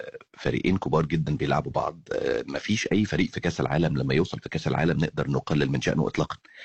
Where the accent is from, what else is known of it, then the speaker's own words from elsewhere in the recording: Egypt; now in Australia; بلدي الأم